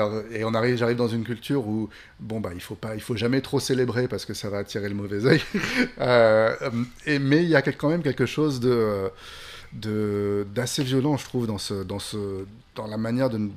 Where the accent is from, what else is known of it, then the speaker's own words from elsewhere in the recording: France; now in Tunisia; je suis français aussi, mais je suis tunisien, je suis là depuis un an, j'apprends l'arabe parce que je l'ai jamais parlé à la maison